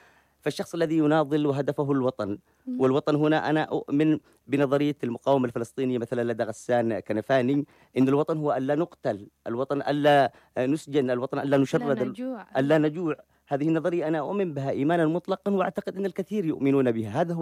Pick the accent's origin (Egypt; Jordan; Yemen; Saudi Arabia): Yemen; في قريتي كنت طفلا، لكنني بسن الكبار كانوا زملاء وحتى الذين هم أكبر مني سنا